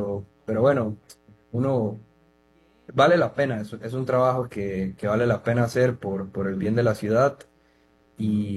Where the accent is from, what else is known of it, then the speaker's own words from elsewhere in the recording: Costa Rica; como costarricenses en política